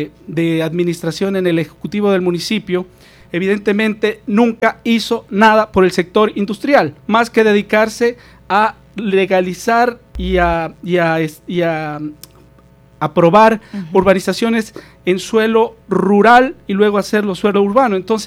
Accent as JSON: {"language": "Spanish", "town": "Santo Domingo", "region": "Santo Domingo de los Tsáchilas", "country": "Ecuador", "said": "nuestra ciudad, Santo Domingo."}